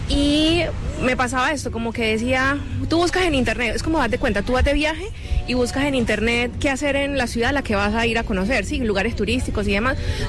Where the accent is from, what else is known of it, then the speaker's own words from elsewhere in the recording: Colombia; also born or lived in Venezuela; yo soy colombiana, pero viví más o menos como 18 años de mi vida en Venezuela